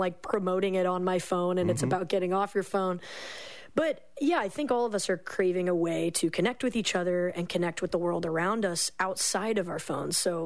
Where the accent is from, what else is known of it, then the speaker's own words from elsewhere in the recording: Georgia, United States; also born or lived in Athens, Georgia; growing up in Georgia